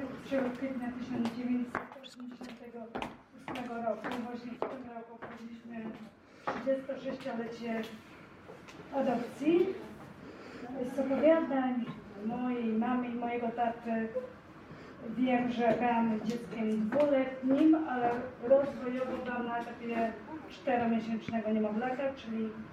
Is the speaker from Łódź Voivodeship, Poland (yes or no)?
yes; Łódź, Łódź Voivodeship, Poland; No i tata pojechał do Łodzi, bo jestem z Łodzi.